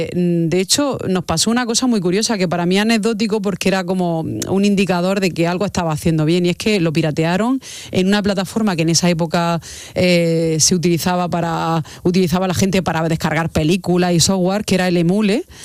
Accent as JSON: {"language": "Spanish", "town": "Almería", "region": "Andalusia", "country": "Spain", "said": "había un equipo en Roqueta, que nosotros somos de Almería, o nos fuimos a Roqueta a hacer una prueba con un equipo de tercera división"}